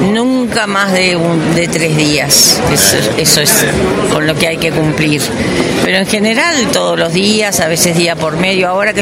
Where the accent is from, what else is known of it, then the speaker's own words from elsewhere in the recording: Montevideo, Uruguay; moved away as an adult; now in Canelones, Uruguay; soy de familia de campo, aunque me estudié y me crié en Montevideo también, alternativamente, campo y ciudad.